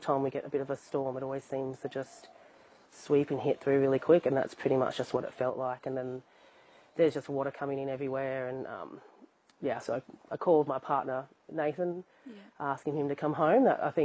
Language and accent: English; Alice Springs, Northern Territory, Australia; I was born in Alice Springs and I've always lived here.